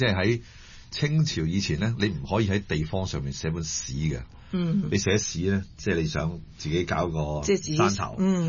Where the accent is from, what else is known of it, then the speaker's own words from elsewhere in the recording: Hong Kong Island, Hong Kong; 我其實在北角長大的